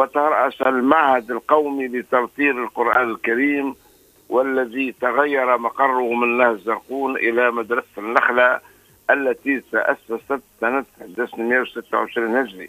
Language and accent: Arabic; Tunisia; بلادنا تونس